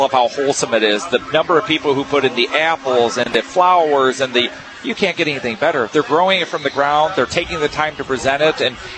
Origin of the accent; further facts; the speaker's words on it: Springfield, Illinois, United States; No, I'm from Springfield.